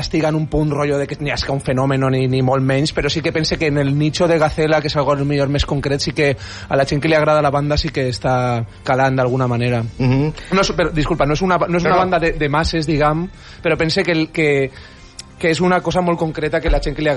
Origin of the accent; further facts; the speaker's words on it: Valencia, Valencian Community, Spain; nosaltres som de València